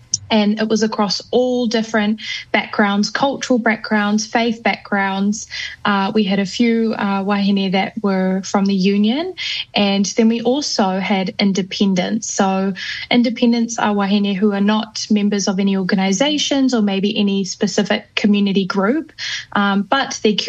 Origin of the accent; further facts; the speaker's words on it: Auckland, New Zealand; Born and raised in West Auckland, so I'm a proud Westie. However, my whānau whakapapa to whakatāne, so Ngāti Awa e Ngāti Kupu a mai hapu. But yeah, born and raised in Auckland and love Tamaki Makaurau